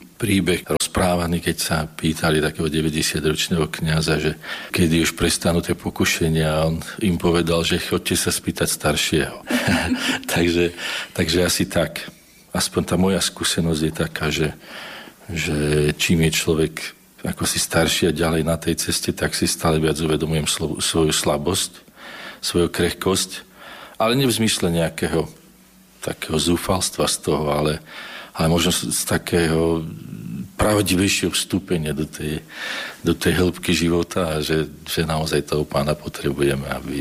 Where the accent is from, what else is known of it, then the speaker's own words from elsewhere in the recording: Žilina Region, Slovakia; Som z Oravy a je možné, že predkovia sú z rodiska otca biskupa Vojtašáka